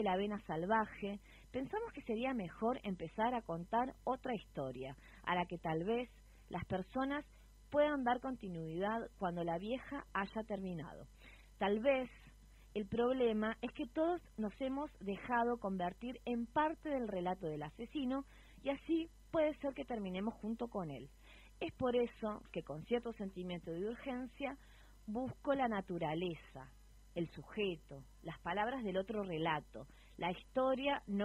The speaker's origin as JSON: {"language": "Spanish", "country": "Argentina", "said": "a nosotras como argentinas y como latinoamericanas"}